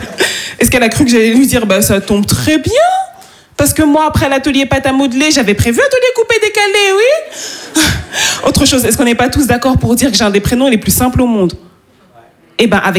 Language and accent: French; Île-de-France, France; born there